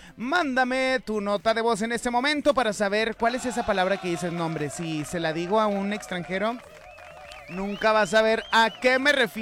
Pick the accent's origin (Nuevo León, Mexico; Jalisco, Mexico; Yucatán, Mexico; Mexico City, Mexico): Nuevo León, Mexico; Monterrey